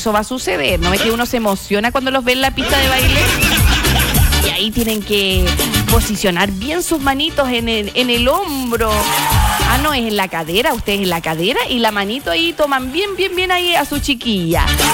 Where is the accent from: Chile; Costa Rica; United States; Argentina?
Chile; Curaco de Vélez, Los Lagos; also born or lived in Achao, Quinchao; Soy chilota de tomo y lomo. Nací y criada en Curaco de Vélez. Bueno, nací en Quinchao, al ladito en Ayao, pero es la misma isla nomás.